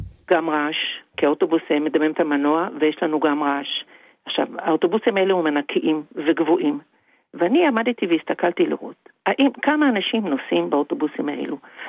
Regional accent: Tel Aviv, Tel Aviv District, Israel; אני מתל אביב.

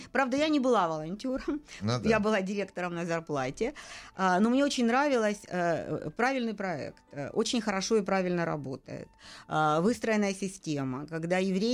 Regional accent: Luhansk, Luhansk Oblast, Ukraine; Я из Луганска.

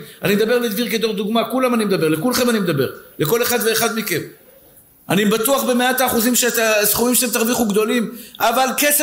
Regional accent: Tel Aviv, Tel Aviv District, Israel; נולדנו פשוטים, נולדתי בשכונת התקווה

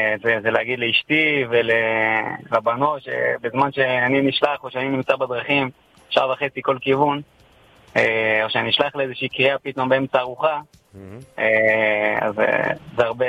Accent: Rehovot, Central District, Israel; born there; now in Har Bracha, Israel; אני זוכה לעשות את המרחק הזה מהישיבה שברחובות שבה גדלתי

